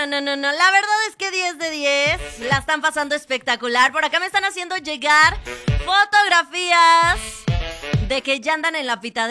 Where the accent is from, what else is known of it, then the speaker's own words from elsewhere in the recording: San Luis Potosí, Mexico; ¡Qué buenos seres humanos somos los potosinos!